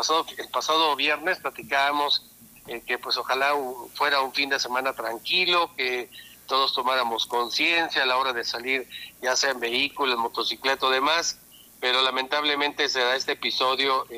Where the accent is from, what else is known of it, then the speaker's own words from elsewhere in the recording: Morelia, Michoacán, Mexico; todos los que somos de Morelia la conocemos